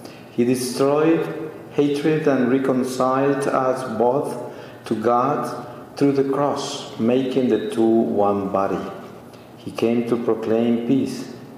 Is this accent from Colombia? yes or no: yes; Colombia; also born or lived in Bogota; I am from Colombia. I was born there, and I was part of a Catholic family. I grew up in a Catholic family in the countryside, coffee growers town. And when I was a teenager, at age 14, I was sent to Bogota, the capital, to finish my high school education.